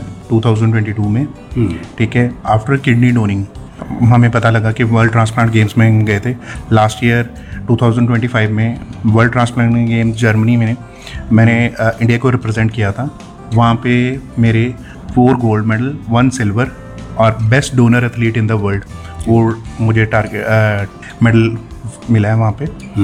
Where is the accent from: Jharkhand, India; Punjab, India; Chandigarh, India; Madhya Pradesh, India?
Chandigarh, India; मैं चंडीगढ़ से हूँ।